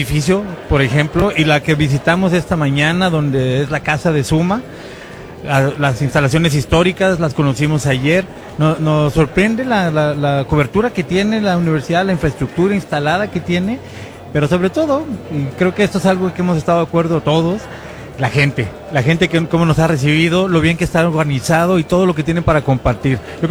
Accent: Guadalajara, Jalisco, Mexico; Hola, ¿qué tal? … de Guadalajara.

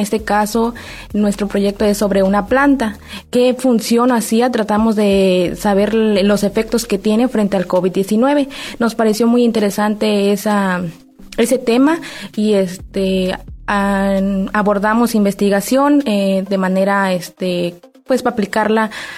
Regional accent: Tantoyuca, Veracruz, Mexico; Yo soy del estado de Veracruz, en el Tantoyuca

